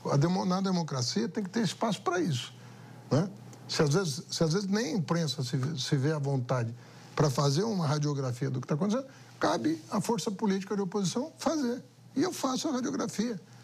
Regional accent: São Paulo, Brazil; Não fiz porque eu sou paulista.

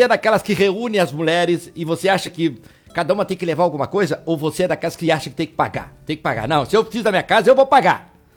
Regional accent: Pelotas, Rio Grande do Sul, Brazil; eu sou de Pelotas

